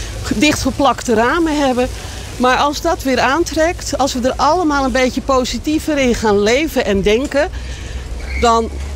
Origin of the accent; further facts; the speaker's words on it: Amsterdam, North Holland, Netherlands; born there; Kijk, ik ben in Amsterdam geboren. Waar je geboren bent, dat blijft altijd van jou op een manier.